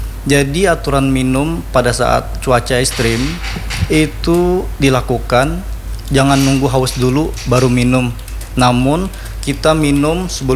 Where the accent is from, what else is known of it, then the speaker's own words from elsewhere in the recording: South Kalimantan, Indonesia; kita orang Banjar tuh pengamihan.